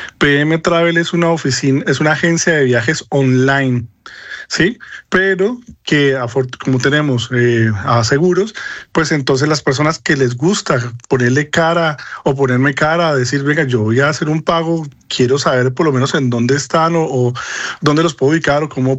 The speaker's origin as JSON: {"language": "Spanish", "country": "Colombia", "said": "primero soy colombiano"}